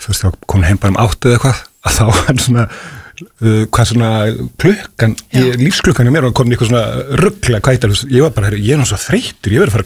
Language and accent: Icelandic; Hafnarfjörður, Capital Region, Iceland; vann ég í félagsmiðstöðu Hafnarfirði í 100 ár, mínum heimabæ